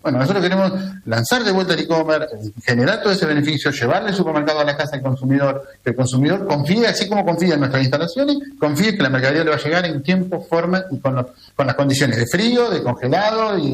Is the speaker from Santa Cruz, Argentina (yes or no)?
no; Bolívar, Buenos Aires Province, Argentina; born there; Yo soy de Bolívar, nacido en Bolívar y me encanta Bolívar.